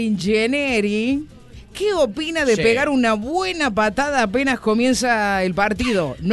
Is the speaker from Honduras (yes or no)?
no; Argentina; Yo bien argentino, pero bien argentino.